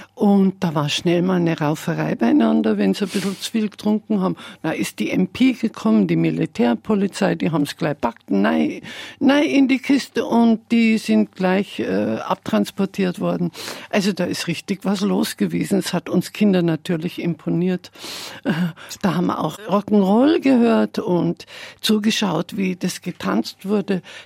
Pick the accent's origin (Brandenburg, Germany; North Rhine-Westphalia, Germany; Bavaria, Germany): Bavaria, Germany; Munich; Ja, also in der Straße, wo ich groß geworden bin, hier in der Max-Vorstadt, um die Ecke praktisch, da waren drei Wirtshäuser.